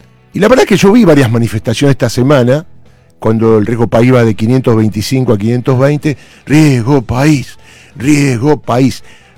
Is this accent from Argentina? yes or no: yes; Córdoba, Argentina; tengo algo de humor porque soy cordobés